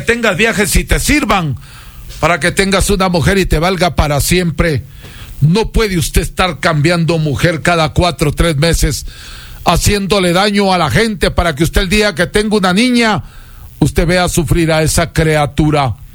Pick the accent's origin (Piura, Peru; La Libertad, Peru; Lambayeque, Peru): Piura, Peru; Huancabamba; now in Ecuador; que yo estoy formado por mis abuelos, por mis padres, por mis ancestros, el chamanismo de mi tierra natal del Perú, de Huancabamba. Tengo conocimiento andino para servir al mundo